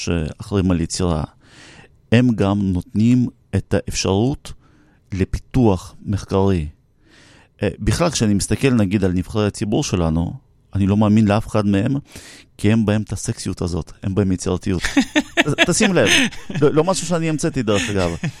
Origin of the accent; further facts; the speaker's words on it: Russia; now in Israel; אני מגיע מרוסיה הסובייטית